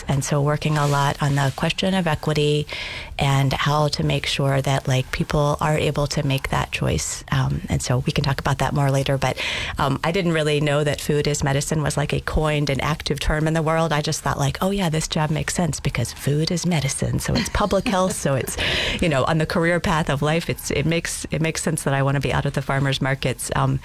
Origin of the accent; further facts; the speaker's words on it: Kentucky, United States; also born or lived in Southern Africa; I'm from Eastern Kentucky, and I grew up in a family that farmed, and I was sort of desperate to get out, which took me to the Peace Corps and then to Southern Africa.